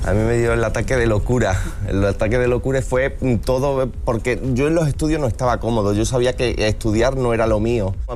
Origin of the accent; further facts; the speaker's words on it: Extremadura, Spain; now in Madrid, Spain; El traer el producto de mi tierra, el cómo posible en mostrarlo a Madrid